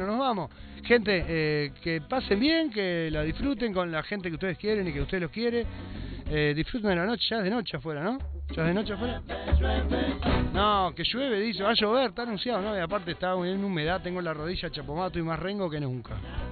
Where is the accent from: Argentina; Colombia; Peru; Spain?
Colombia; Bogotá; No hablan así los de Colombia. Soy de Bogotá.